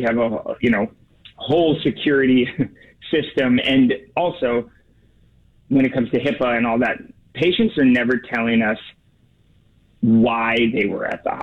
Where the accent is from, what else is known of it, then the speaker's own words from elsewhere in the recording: Portland, Oregon, United States; Like, I started in Portland. I grew up in Portland.